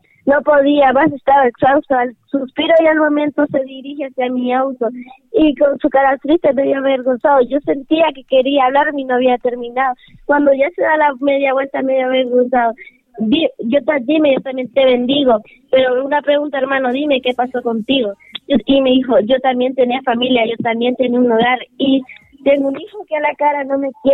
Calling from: Tegucigalpa, Francisco Morazán, Honduras; Desde Tegucigalpa

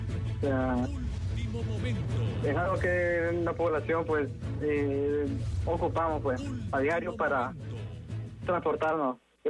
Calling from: Tegucigalpa, Francisco Morazán, Honduras; De aquí de Barrio Casamata.

